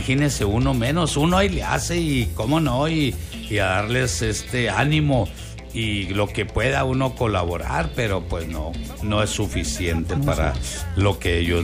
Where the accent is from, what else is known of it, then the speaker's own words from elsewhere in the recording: Delicias, Chihuahua, Mexico; born there; yo vine a mi tierra, Delicias.